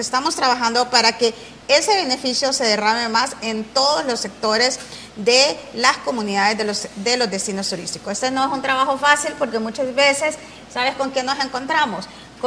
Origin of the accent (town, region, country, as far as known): El Salvador